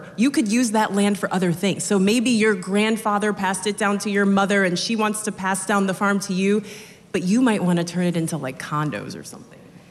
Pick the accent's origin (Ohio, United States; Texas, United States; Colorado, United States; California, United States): Ohio, United States; I'm including myself in this because I'm originally from Ohio